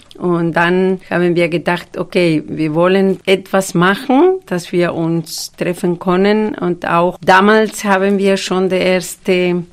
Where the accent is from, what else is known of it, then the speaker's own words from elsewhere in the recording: Argentina; German is a second language; weil ich komme aus Argentinien, aber wusste ich viele Sachen, zum Beispiel über Mexiko, über Kolumbien, über Brasilien.